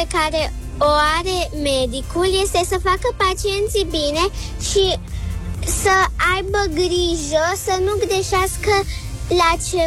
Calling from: Cluj-Napoca, Cluj County, Romania; din Cluj-Napoca. Am 7 ani jumate

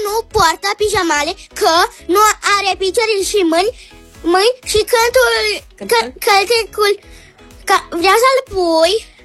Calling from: Cluj-Napoca, Cluj County, Romania; din Cluj-Napoca. Am 7 ani

